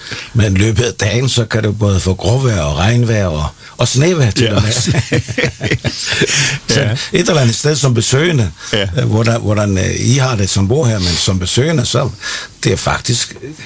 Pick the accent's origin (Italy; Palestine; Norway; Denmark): Denmark; Bornholm, Capital Region of Denmark; jeg er jo bornholmer.